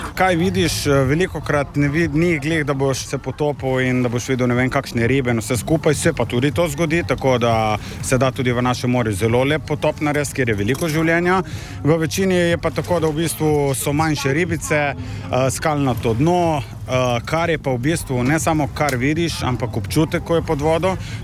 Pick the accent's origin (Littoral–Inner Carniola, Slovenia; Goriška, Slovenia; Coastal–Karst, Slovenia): Coastal–Karst, Slovenia; Piran; Začel sem se potapljati zaradi tega, ker sem iz Pirana in mi je morje nekako tako pri srcu